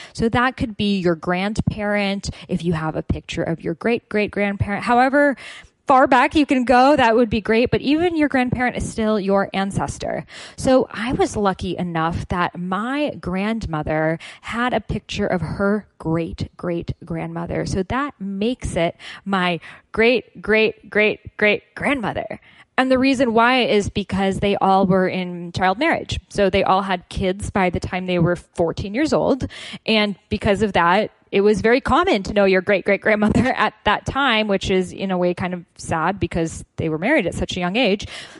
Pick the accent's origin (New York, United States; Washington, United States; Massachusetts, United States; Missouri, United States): Massachusetts, United States; Boston; I know for me, growing up in Boston, which is very close to Salem, Massachusetts, which is where the original witch trials happened.